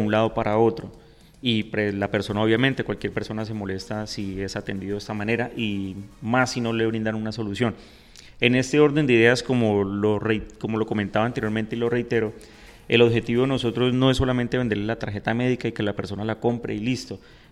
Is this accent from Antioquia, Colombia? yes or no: no; Rivera, Huila, Colombia; Yo soy de acá de Rivera, vivo aquí en Rivera